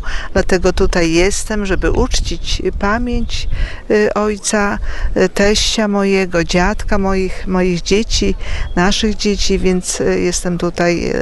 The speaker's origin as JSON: {"language": "Polish", "town": "Giżycko", "region": "Warmian-Masurian Voivodeship", "country": "Poland", "said": "My jesteśmy z Giżycka, z Mazur."}